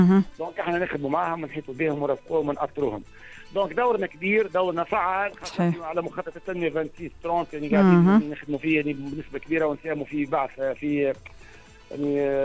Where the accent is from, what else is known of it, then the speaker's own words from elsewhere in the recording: Tunisia; انا مواطن تونسي